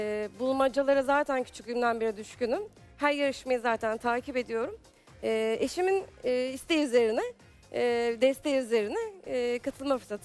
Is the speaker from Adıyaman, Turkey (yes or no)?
no; Istanbul, Turkey; 34 yaşındayım. Doğma büyüme İstanbulluyum.